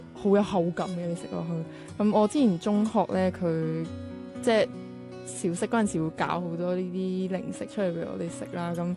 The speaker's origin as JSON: {"language": "Chinese", "country": "Macau"}